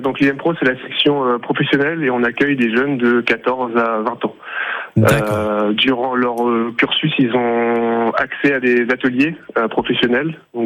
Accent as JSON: {"language": "French", "town": "Yvetot", "region": "Normandy", "country": "France", "tie": "born there", "said": "Alors la Normandie, moi je suis originaire de Normandie puisque je suis né à Ifto. Ma famille habite toujours à Ifto"}